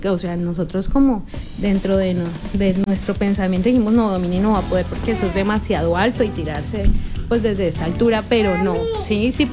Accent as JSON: {"language": "Spanish", "country": "Colombia", "said": "Entonces, bueno, como colombianos nos la ingeniamos para sacar este deporte adelante"}